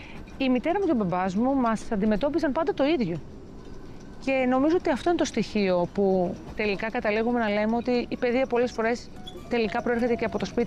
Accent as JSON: {"language": "Greek", "town": "Piraeus", "region": "Attica", "country": "Greece", "tie": "born or raised there", "said": "Μεγάλωσα στον Πειραιά, στα Μανιάτικα, σε μια υπέροχη οικογένεια, μικρομεσαίας οικονομικής κλίμακας, με δύο γονείς που πραγματικά πάλευαν να μας μεγαλώσουν."}